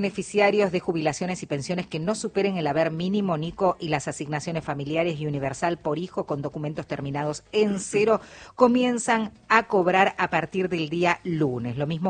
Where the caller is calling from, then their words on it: Formosa, Argentina; Buenos días, Radio Nacional … de Formosa.